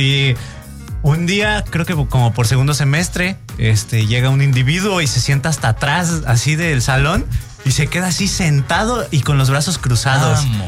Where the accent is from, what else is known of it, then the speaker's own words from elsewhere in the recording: Xalapa, Veracruz, Mexico; soy de Jalapa.